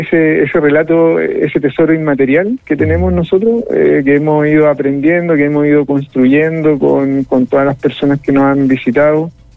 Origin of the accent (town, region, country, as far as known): Los Vilos, Coquimbo, Chile; born or raised there